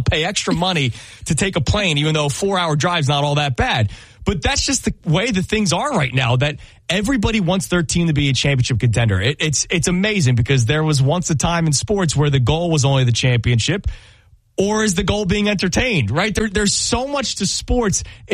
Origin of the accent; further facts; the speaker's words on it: Philadelphia, Pennsylvania, United States; I know as a Philadelphian, whenever the Eagles trade for a player or sign a guy, people go, what is Howie Roseman seeing that other people aren't?